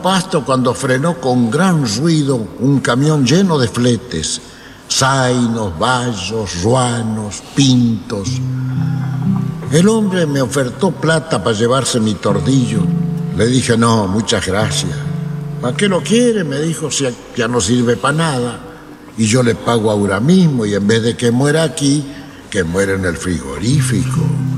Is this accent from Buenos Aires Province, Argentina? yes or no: yes; Buenos Aires Province, Argentina; born there; por lo menos en este país que se llama Provincia de Buenos Aires, donde yo nací